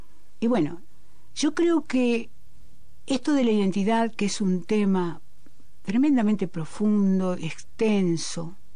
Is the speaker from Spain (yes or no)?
no; Argentina; la que nos expresa como argentinos en el concierto de los pueblos